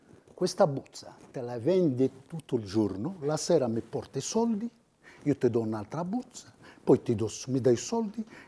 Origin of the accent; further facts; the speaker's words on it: Morocco; Italian is a second language; now in Italy; tu arrivi lì, dici, poi io sei egiziano? No, sono marocchino. Bene, 300.000 lire ti porto a Torino.